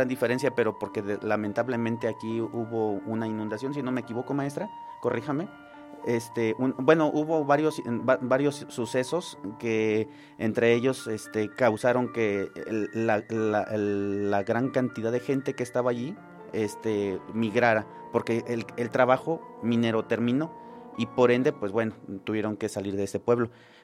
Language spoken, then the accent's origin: Spanish; Mexico; nosotros como mexicanos, indiscutiblemente, somos hijos de la luna